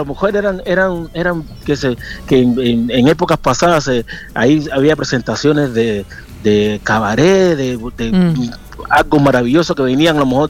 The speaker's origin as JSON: {"language": "Spanish", "region": "Havana", "country": "Cuba", "said": "Yo soy de La Habana. Y en La Habana. Mm. Se delimita mucho los barrios"}